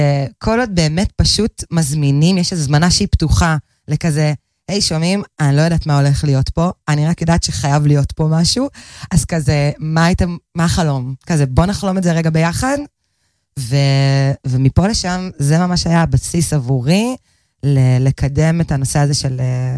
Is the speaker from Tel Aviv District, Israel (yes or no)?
yes; Tel Aviv, Tel Aviv District, Israel; אז אני, אגב, במקור מתל אביב